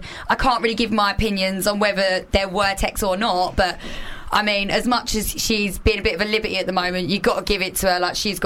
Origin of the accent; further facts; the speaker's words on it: Loughton, East of England, United Kingdom; I'm from Loughton. So